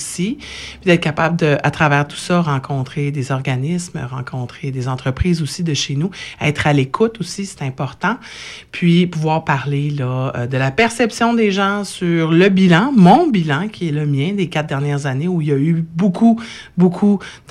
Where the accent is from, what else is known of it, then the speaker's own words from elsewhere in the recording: Uashat, Quebec, Canada; moi, je viens d'Ouacha, de la région de Sept-Îles